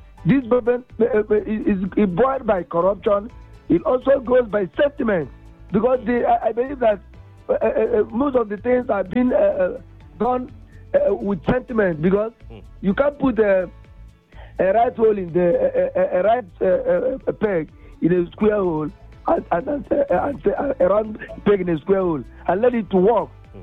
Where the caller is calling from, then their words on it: Lagos, Nigeria; I'm calling from Kuka in Lagos.